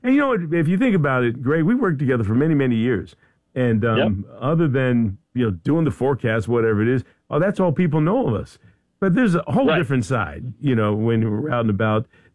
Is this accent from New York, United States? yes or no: no; Philadelphia, Pennsylvania, United States; moved away; I live down here. I'm from Philadelphia